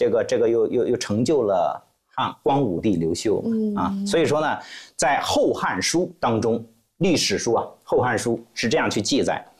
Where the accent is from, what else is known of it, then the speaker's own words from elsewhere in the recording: Hengshui, Hebei, China; moved away; 我老家就是蓟州。